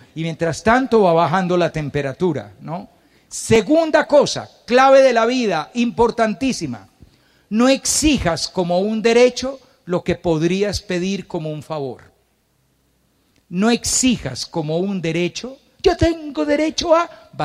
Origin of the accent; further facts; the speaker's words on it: Antioquia, Colombia; somos paisas